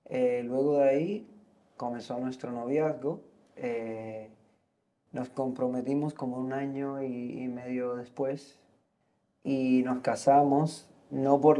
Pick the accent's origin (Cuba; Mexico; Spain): Cuba; born there; moved away; Pero luego que ya vine a este país, nací en Cuba, vine a este país, como que todo eso se fue perdiendo, ¿no?